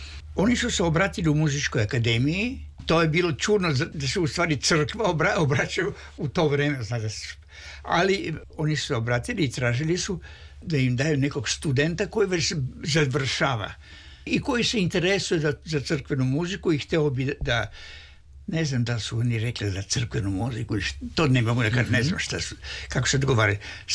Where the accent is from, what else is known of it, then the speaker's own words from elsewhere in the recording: Russia; Pored toga, ja sam bio Rus. To mnogi nisu volili.